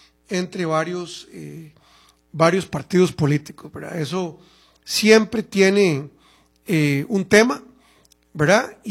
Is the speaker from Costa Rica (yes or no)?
yes; San José, Costa Rica; yo soy de Montes de Oca, San José, ¿verdad? Hace 30 años más o menos llegué a la municipalidad de San Pedro yo.